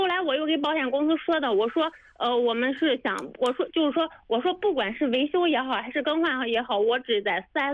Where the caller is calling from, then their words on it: Dezhou, Shandong, China; 我是山东德州的。